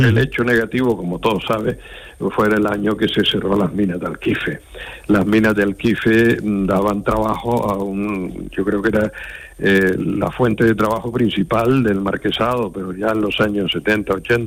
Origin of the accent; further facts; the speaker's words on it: Canary Islands, Spain; now in Granada, Spain; como habrá notado por el acento, yo no soy originario de ahí, yo soy originario de Canarias, pero ya llevo unos años entre Granada y Jerez